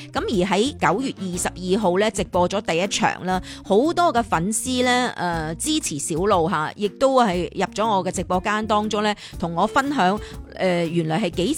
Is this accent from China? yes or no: yes; Dongguan, Guangdong, China; 我们东莞人这个中秋节一定会吃这个鸡粥，是不是呢？